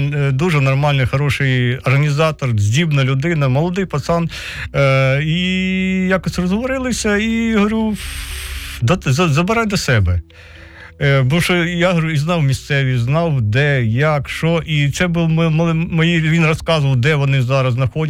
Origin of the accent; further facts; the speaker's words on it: Mykolaiv, Mykolaiv Oblast, Ukraine; захист Миколаєва. Вже, якщо моє рідне місто було під загрозою загарбнення, то треба було йти туди.